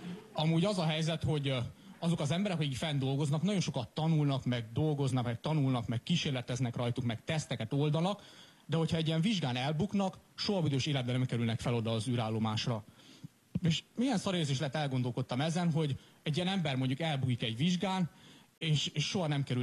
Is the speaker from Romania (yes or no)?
yes; Cluj-Napoca, Cluj County, Romania; mert én Kolozsvári vagyok, hát Romániában így el vagyunk maradva az űrkutatással.